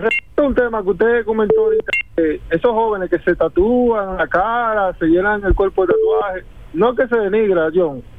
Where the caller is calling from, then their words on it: Dominican Republic; soy dominicano.